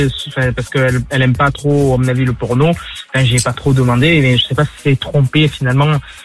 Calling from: Toulon, Provence-Alpes-Côte d'Azur, France; Je viens de Toulon.

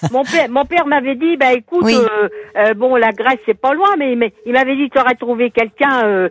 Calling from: Normandy, France; je suis normande

